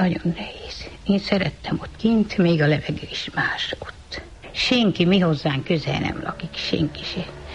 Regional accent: Csongrád-Csanád, Hungary; now in Ásotthalom, Hungary; Én tanyán születtem, tanyán laktam az életembe végig.

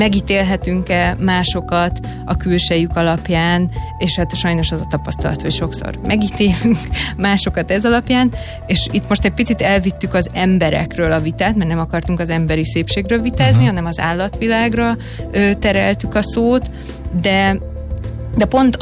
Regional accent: Hungary; ott ilyen kis szégyenlős magyarként

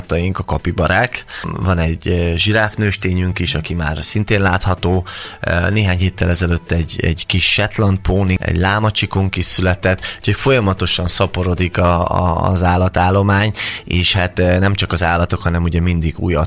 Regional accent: Budapest, Hungary; Zuglóban nőttem fel, ugye a családom ott lakik

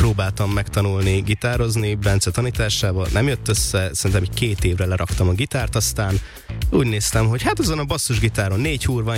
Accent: Sopron, Győr-Moson-Sopron, Hungary; mi alapból soproniak vagyunk, vidék

